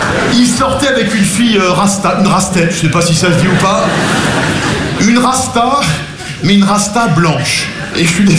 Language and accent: French; Nogent-sur-Marne, Île-de-France, France; J'ai grandi à Nogent-sur-Marne, je suis passionné un peu. Petite banlieue très bourgeoise, genre la Marne, les guinguettes